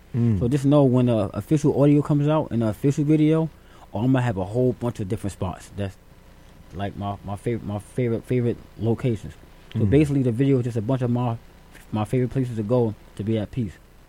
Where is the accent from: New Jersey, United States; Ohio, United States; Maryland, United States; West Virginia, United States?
New Jersey, United States; Newark; also born or lived in Orange, New Jersey; Once again, I come from New Jersey. I was born in Orange, but I was moved to Newark, which is It's an area called the South Ward and the West Ward and places like that. That's where I was born and raised at.